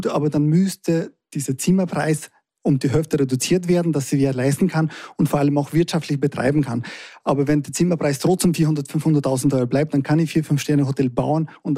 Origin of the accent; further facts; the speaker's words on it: Kosovo; now in Traunsee, Austria; ich komme aus dem Kosovo und lebe hier seit 24 Jahren